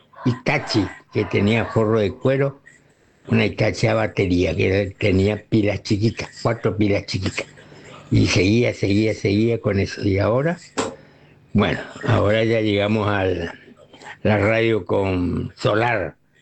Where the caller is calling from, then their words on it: Clorinda, Formosa, Argentina; en el 53, así que tengo 70 y pico de años, ¿eh? Así que soy formoseño, argentino, de Clorinda, Formosa